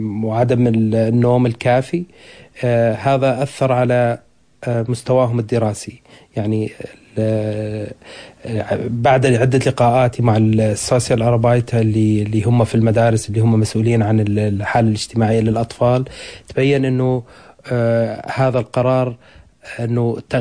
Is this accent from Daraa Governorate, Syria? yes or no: yes; Daraa Governorate, Syria; moved away as an adult; now in Berlin, Germany; من سوريا من محافظة درعا. أنا في ألمانيا من 2015، كنت أعمل في سوريا مدرس لغة عربية